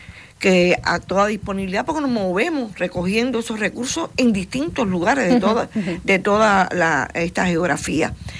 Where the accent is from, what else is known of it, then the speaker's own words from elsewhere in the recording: Cuba; No, es como cubana, como mujer cubana y como característica. Los retos son importantes y más si es de utilidad para mi país.